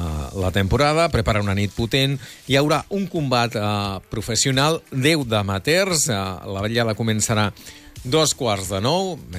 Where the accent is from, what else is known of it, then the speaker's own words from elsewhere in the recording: Tarragona, Catalonia, Spain; És que jo soc de Tarragona.